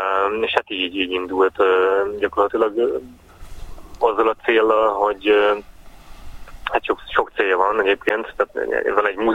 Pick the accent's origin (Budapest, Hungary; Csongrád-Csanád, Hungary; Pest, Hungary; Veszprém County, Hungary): Veszprém County, Hungary; Balatonakali; Hát én Balatonakaliban nőttem föl, és hát az egyetemi évek alatt választottam magamnak ezt a témát.